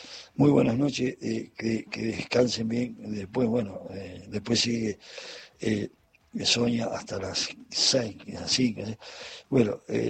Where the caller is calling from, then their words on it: Punta Alta, Buenos Aires Province, Argentina; desde acá de mi terruño … de mi terruño acá en el sur de la provincia de Buenos Aires, Punta Alta.